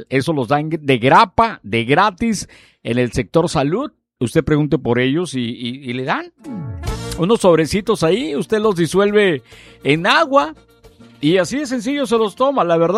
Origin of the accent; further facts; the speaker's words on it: Hermosillo, Sonora, Mexico; Yo soy de Hermosillo, en Hermosillo me qu